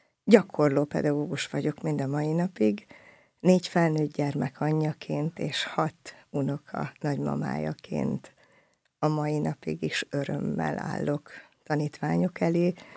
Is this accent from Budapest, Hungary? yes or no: no; Kaposvár, Somogy, Hungary; born there; Egyedüli gyermekként nőttem föl, és a kaposvári Jézus Szíve templomhoz kötnek az első énekes élmények is.